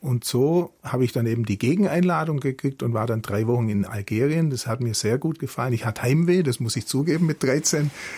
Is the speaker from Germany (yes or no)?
yes; Vöhringen, Bavaria, Germany; also born or lived in Ulm; Ulm, da bin ich geboren, aber ich bin nicht in Ulm aufgewachsen, sondern in Föhringen an der Iller.